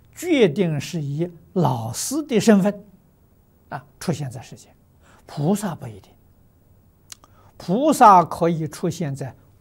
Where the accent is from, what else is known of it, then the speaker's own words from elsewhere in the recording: China; 八十岁圆寂是我们中国人讲的虚岁，要外国人讲这个年龄呢